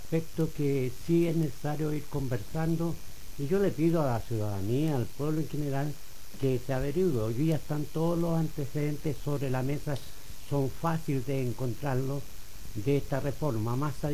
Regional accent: Santiago, Santiago Metropolitan Region, Chile; now in La Unión, Chile; yo tengo bastante contacto con mi comuna de origen. Yo, como muchos saben, soy de Santiago, viví en la comuna de Cerro Navia

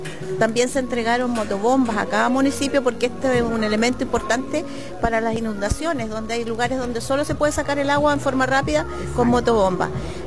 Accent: Ranco Province, Los Ríos, Chile; esa energía que tenemos los sureños y sobre todo la provincia del Ranco.

